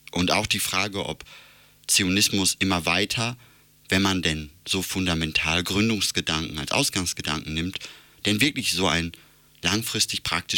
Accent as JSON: {"language": "German", "region": "North Rhine-Westphalia", "country": "Germany", "moved": "yes", "lives_now": "Hamburg, Germany", "said": "Ich komme aus dem Ruhrgebiet."}